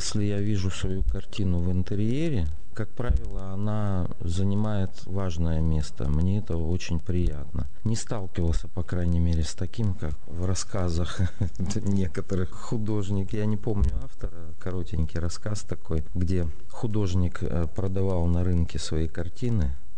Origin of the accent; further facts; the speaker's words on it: Russian Far East, Russia; наш Дальний Восток, он меня захватывает, поскольку я коренной дальневосточник.